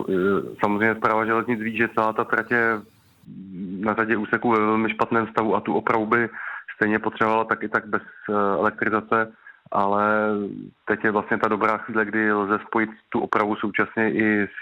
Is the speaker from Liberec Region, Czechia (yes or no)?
yes; Liberec, Liberec Region, Czechia; Já sám jsem z Liberce